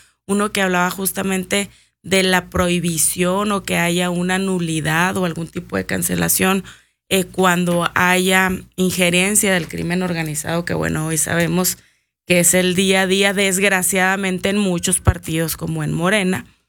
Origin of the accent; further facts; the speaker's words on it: Chihuahua, Mexico; yo soy de Santo Niño